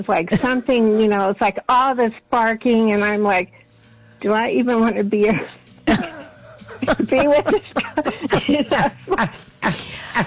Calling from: Felton, California, United States; I'm from Felton.

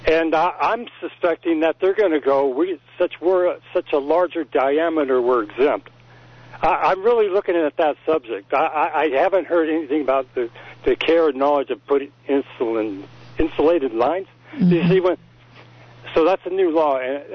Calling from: Royal Oaks, California, United States; Hi, Becky. … from Royal Oak.

